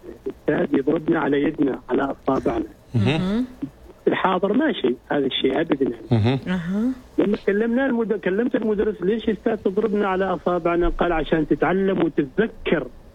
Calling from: Muscat, Muscat Governorate, Oman

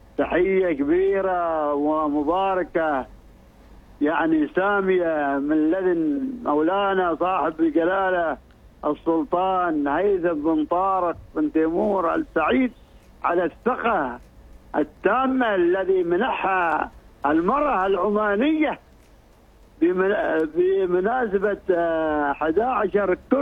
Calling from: Oman

